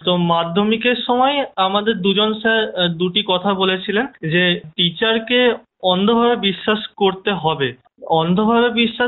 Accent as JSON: {"language": "Bangla", "town": "Ghatal", "region": "West Bengal", "country": "India", "tie": "born there", "also_born_or_lived": "Purulia", "said": "না না না আমার বাড়ি পশ্চিম মেদিনীপুরে ঘাটালে।"}